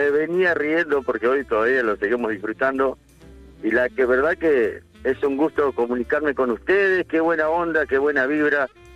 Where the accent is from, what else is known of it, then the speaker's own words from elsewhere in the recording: Paraná, Entre Ríos, Argentina; Yo soy de la ciudad de Paraná.